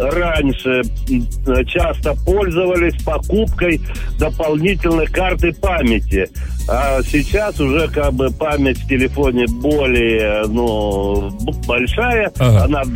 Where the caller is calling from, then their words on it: Volgograd, Volgograd Oblast, Russia; Я из Ворошиловского района.